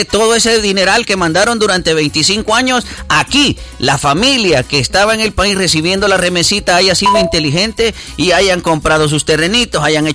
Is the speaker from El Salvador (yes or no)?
yes; El Salvador; Como salvadoreños, hoy estamos con los equipos que representan al país, como debe de ser, ¿verdad?